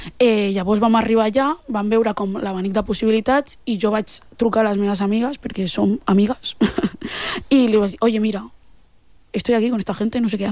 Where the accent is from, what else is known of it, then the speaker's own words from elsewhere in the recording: L'Hospitalet de Llobregat, Catalonia, Spain; com a dones negres d'Hospitalet, que no, que som d'Hospi